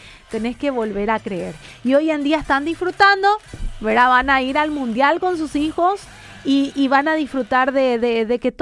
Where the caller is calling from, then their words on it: Villa Elisa, Central, Paraguay; de Villa Elisa.